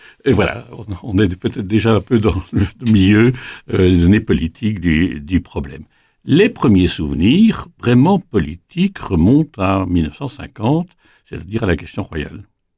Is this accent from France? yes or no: no; Liège, Wallonia, Belgium; Alors moi, je suis un petit Liégeois qui naît en 1942, en pleine guerre.